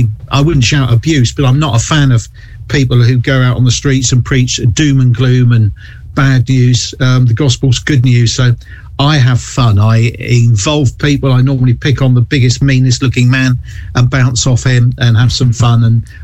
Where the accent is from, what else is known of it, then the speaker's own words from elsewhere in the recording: United Kingdom; I explained I was from London. Well, I'm not from London, I'm from the South Coast